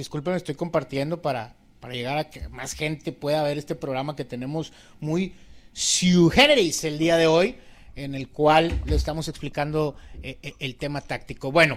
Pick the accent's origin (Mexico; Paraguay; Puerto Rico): Mexico; Monterrey, Nuevo León; Yo soy regio